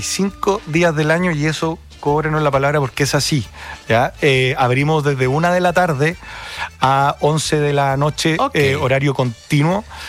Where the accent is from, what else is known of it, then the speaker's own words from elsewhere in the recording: Valparaíso, Chile; nosotros somos dos porteños nacidos y criados.